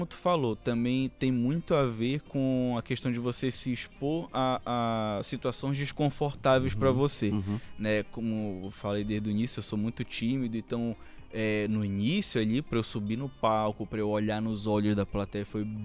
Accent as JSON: {"language": "Portuguese", "town": "Belém", "region": "Pará", "country": "Brazil", "tie": "born there", "said": "eu sou pobre também e nasci em Belém."}